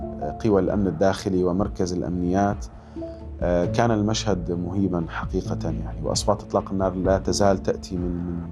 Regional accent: Syria; now in Istanbul, Turkey; الذي شعرت به كسوري هو أننا نعيش لحظة تاريخية فاصلة مرة ثانية

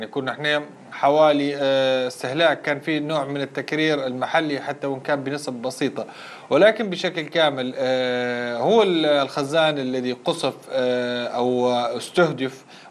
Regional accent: Libya; انتظرنا كليبيين وكمهتمين بالشأن الاقتصادي وصحفيين

